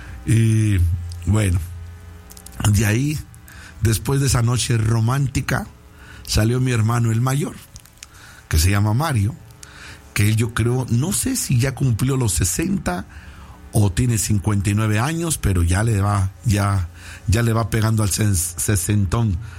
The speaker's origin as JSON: {"language": "Spanish", "town": "La Peña Colorada", "country": "Mexico", "tie": "born or raised there", "moved": "yes", "said": "la Peña Colorada, donde yo soy, donde yo nací en un pueblito que se llama La Peña Colorada, es allá, un pueblito, eso sí, tiene un río y ahora tiene una laguna, tiene río, tiene, nunca he estado ahí en esa laguna, pero tiene un río."}